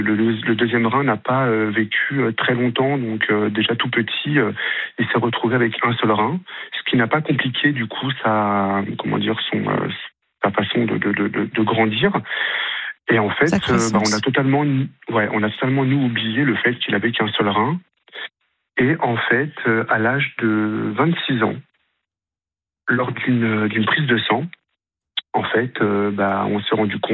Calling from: Île-de-France, France; Je suis en Île-de-France.

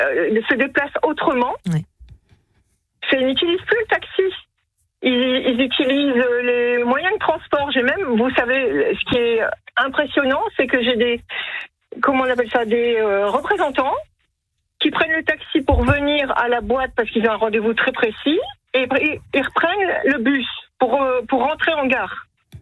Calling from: Hauts-de-France, France; Du Pas-de-Calais.

